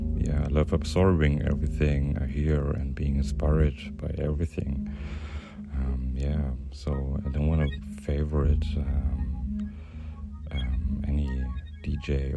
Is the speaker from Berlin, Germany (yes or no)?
no; Nuremberg, Bavaria, Germany; I'm from Nuremberg and half Greek, and yeah, I've been collecting and DJing and playing in and around Nuremberg, I think, since 2013.